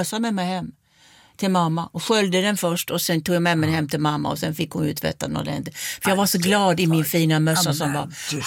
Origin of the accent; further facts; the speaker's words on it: Kristianstad, Skåne, Sweden; Men jag började när jag var 6 hemma i Kristianstad.